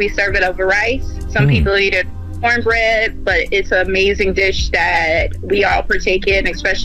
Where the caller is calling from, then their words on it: Baton Rouge, Louisiana, United States; I'm from Baton Rouge, Louisiana, and I come from generations of gumbo cookers.